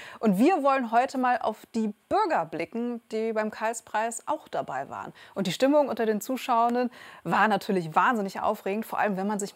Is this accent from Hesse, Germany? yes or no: no; Aachen, North Rhine-Westphalia, Germany